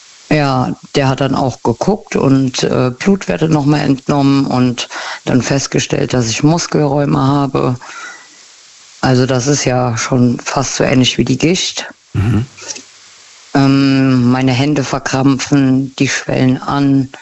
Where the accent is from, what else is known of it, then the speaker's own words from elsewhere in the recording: Rhineland-Palatinate, Germany; Aus dem Westerwald.